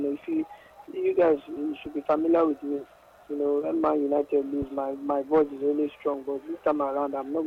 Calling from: Port Harcourt, Rivers, Nigeria; I'm calling from Port Harcourt.

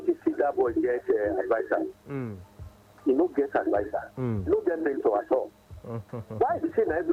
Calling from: Sagamu, Ogun, Nigeria; I'm from Shagamu.

